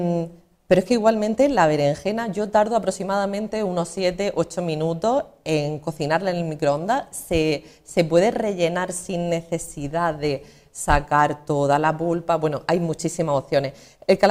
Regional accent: La Noria, Andalusia, Spain; yo vengo de una pedanía de Ejido, de La Noria.

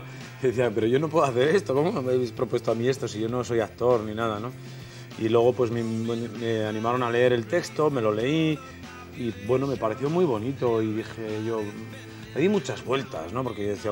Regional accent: Pamplona, Navarre, Spain; A Pamplona, a mi tierra.

